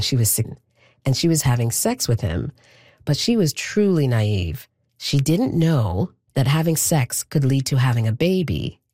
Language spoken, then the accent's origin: English; Canada; also born or lived in Ghana; This is my exact experience. I was born in Ghana and raised in Canada. My family lived deeply within our community, the food, the language, celebrations, all of it.